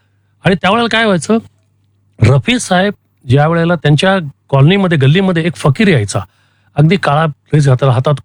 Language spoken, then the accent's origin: Marathi; Lasalgaon, Maharashtra, India; माझा जन्म लासलगावला झाला आणि मी दुसरी तिसरीत असताना लासलगावला आमच्या घरासमोर आरजू सिनेमा लागलेला होता, कमलाकर थिएटर.